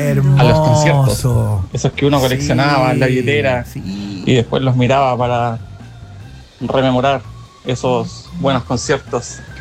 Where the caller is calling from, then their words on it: Toronto, Ontario, Canada; desde Toronto.